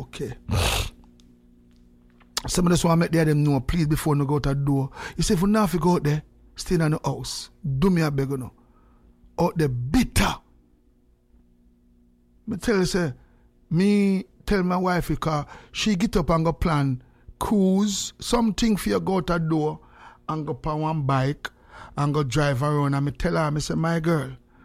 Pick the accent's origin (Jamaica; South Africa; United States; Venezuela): Jamaica; We come from Jamaica, and yeah.